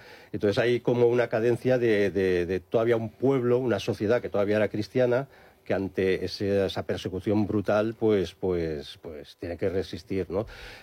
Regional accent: Catalonia, Spain; porque soy catalán, soy español, y amo mucho Cataluña

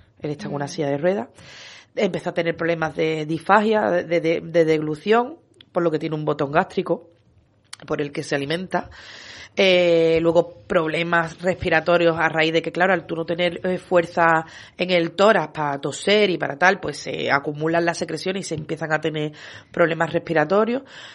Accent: Seville, Andalusia, Spain; yo digo que es nuestra familia de Menorca y para ello nosotros somos su familia de Sevilla

